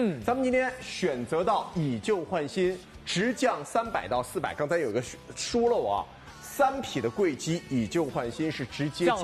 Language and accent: Chinese; Shanghai, China; 广东人比咱们上海人要用空调的时间更长，